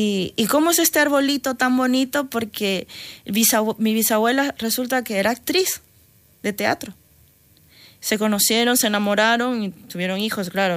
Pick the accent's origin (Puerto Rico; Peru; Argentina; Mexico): Peru; now in Spain; No soy catalana. No soy catalana, soy peruana.